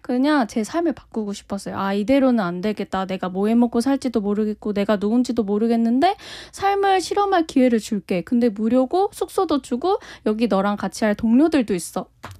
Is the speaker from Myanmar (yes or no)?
no; Seoul, South Korea; moved away as an adult; now in Jeonju, South Korea; 서울 제가 나고 자랐다고 해서